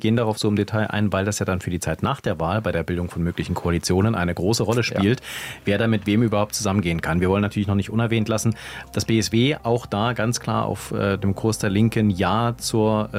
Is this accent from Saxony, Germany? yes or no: no; Oranienburg, Brandenburg, Germany; born there; moved away as an adult; now in Berlin, Germany; ich bin gebürtiger Oranienburger, ich bin zum Studium, seit dem Studium bin ich in Berlin, war dann zwischenzeitlich mal weg.